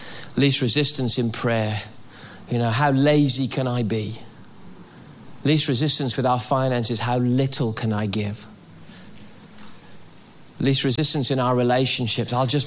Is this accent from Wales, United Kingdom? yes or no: yes; Wales, United Kingdom; because I'm Welsh.